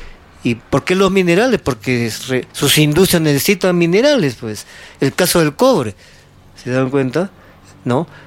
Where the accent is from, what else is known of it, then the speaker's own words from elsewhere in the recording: Peru; nuestra historia como peruanos